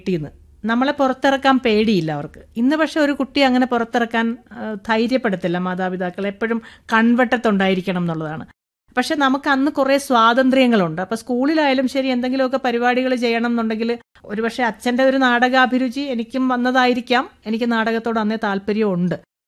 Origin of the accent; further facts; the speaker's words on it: Pallana, Kerala, India; ഞങ്ങളുടെ നാട്ടിൽ ഈ പല്ലന പാനൂർ ഭാഗത്ത് ആദ്യമായിട്ട് സൈക്കിൾ ചവിട്ടുന്ന ഒരു പെണ്ണ് ഞാനാണ്.